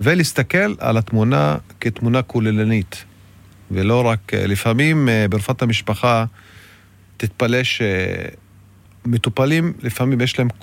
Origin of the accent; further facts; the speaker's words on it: Basmat Tab'un, Northern District, Israel; אני מומחה ברופאת המשפחה, תושב בוסמת טבעון, נשוי פלוס 2.